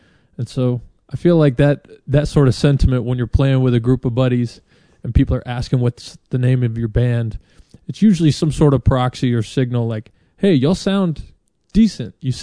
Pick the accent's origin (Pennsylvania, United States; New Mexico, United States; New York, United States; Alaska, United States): New Mexico, United States; Albuquerque; born there; also born or lived in Colorado / Virginia / Georgia / Florida; I was born in Albuquerque, New Mexico. Spent some time in Colorado Springs, in Middle Virginia, near about half an hour outside of D.C. Spent some time in South Georgia, a little place called Warner Robins